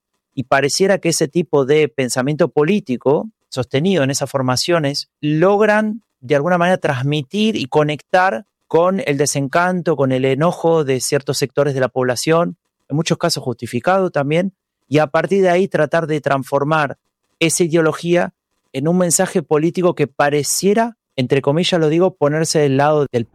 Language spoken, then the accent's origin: Spanish; Argentina; Yo soy argentino, entonces también entiendo que esas diferencias de derecha e izquierda a veces cuesta utilizarlas